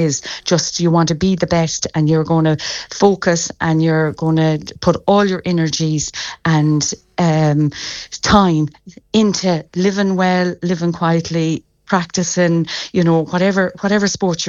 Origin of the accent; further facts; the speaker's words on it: Claremorris, Connacht, Ireland; I grew up on Command Road